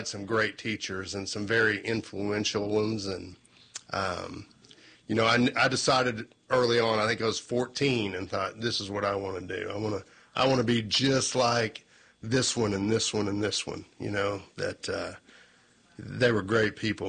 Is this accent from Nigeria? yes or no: no; Oklahoma, United States; I'm a transplant from Oklahoma. I grew up in a very rural part of northeast Oklahoma on a farm.